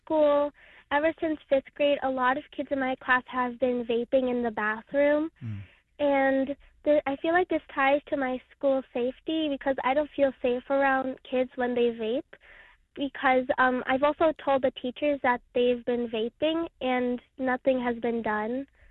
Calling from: Queens, New York, United States; I'm calling from Queens.

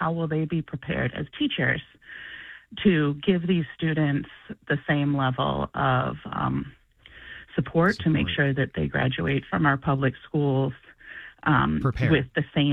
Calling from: New York City, New York, United States; I live in Upper Manhattan, and I'm a New York City public school parent.

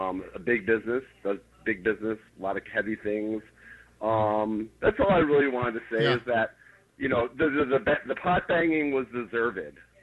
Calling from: Manhattan, New York, United States; from Manhattan.

